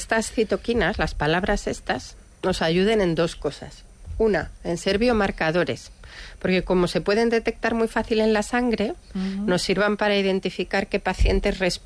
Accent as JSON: {"language": "Spanish", "region": "Community of Madrid", "country": "Spain", "lives_now": "San Sebastián, Spain", "said": "yo soy madrileña, pero ahora ya donostiarra."}